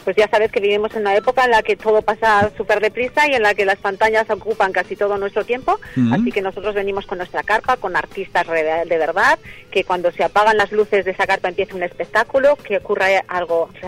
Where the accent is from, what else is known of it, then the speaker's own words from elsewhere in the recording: Bilbao, Basque Country, Spain; moved away; yo soy de Bilbao